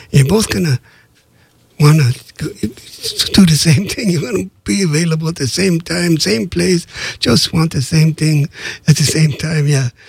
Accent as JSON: {"language": "English", "town": "Los Angeles", "region": "California", "country": "United States", "tie": "born or raised there", "said": "I wrote one about growing up in East L.A."}